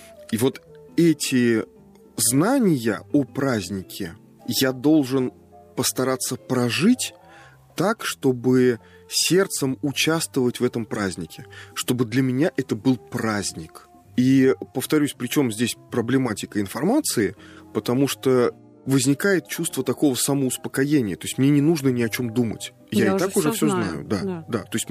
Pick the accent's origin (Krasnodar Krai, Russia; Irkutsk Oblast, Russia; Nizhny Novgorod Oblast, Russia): Nizhny Novgorod Oblast, Russia; Nizhny Novgorod